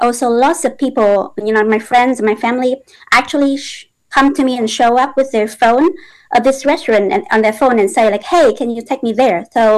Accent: Vietnam; English is a second language; About this, I'm not really nervous because I'm from Vietnam.

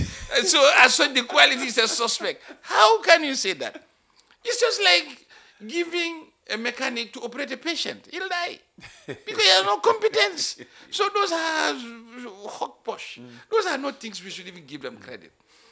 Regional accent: Lower River, Gambia; I'm from Jara.

